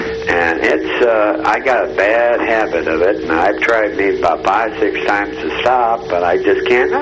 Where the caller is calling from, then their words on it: Pueblo, Colorado, United States; I'm from Pueblo, Colorado.